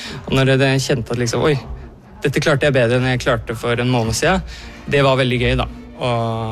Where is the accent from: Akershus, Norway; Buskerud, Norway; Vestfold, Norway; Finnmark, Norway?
Akershus, Norway; Fetsund; now in Oslo, Norway; Og min far kommer fra Fetsund, og han bor der, bor der nå fortsatt. Det der jeg kommer fra.